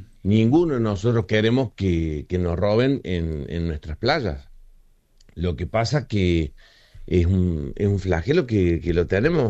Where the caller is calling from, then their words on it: Córdoba, Argentina; yo hace 31 años que estoy en las altas cumbres.